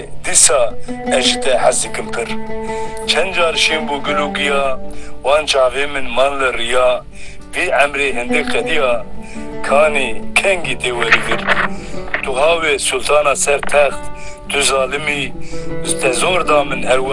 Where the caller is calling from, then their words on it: Çınar, Diyarbakır Province, Turkey; ez ji Çinarê me, bajarokê Amedê